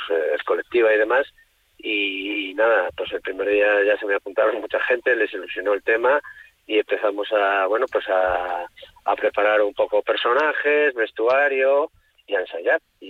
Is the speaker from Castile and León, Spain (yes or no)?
yes; Husillos, Castile and León, Spain